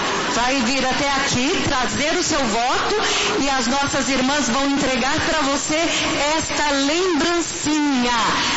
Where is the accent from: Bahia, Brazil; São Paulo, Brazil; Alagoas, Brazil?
São Paulo, Brazil; Francisco Morato; Francisco Morato.